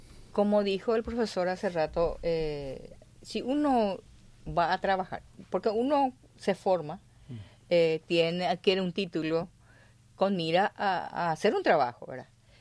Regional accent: Paraguay

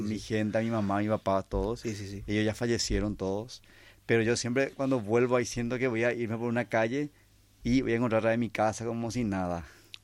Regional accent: Santa Rosa del Aguaray, San Pedro, Paraguay; moved away; also born or lived in San Estanislao (Santaní); Yo soy de Santaní, pero también me crié. O sea, pasé mi adolescencia en Santa Rosa de la Guaraí, en una comunidad que se llamaba López Salinas, hoy se le dice San Miguel del Norte, pero hasta hoy yo vuelvo a ese lugar y es como mi lugar preferido

